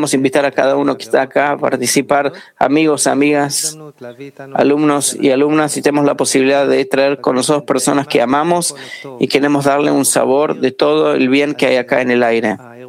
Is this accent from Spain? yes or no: no; Israel; moved away; Soy de Israel, 50 años acá en el país. Solo sepan, amigos, que también de Israel vienen acá a las prácticas, incluso jóvenes como yo.